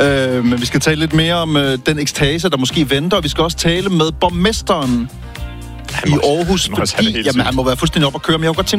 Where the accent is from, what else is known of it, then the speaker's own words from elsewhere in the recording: Langå, Central Denmark Region, Denmark; Jeg er fra Langå.